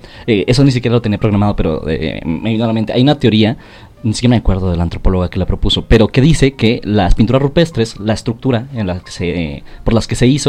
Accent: Namiquipa, Chihuahua, Mexico; moved away; fuimos a mi pueblo, hizo de Namiquipa, y justamente mis abuelos tenían un cine en mi pueblo.

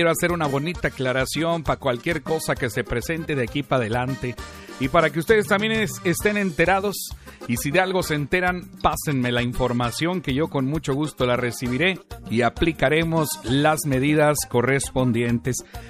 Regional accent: Rioverde, San Luis Potosí, Mexico; aquí somos de Río Verde

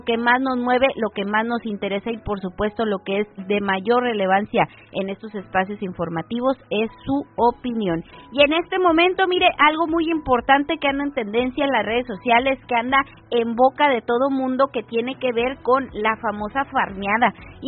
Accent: Mexico; ¿Cómo somos los mexicanos?

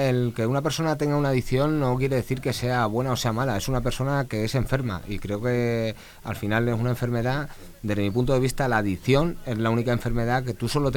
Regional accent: Sotillo de la Adrada, Castile and León, Spain; moved away as an adult; now in Honduras; yo vengo de, soy español, yo vengo de un pueblo en el corazón del Valle del Tietar que se llama Sotillo de la Grada

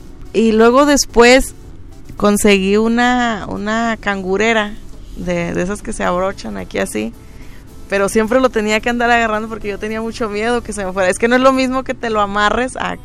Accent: Chiapas, Mexico; moved away; soy una migrante. Soy del estado de Chiapas.

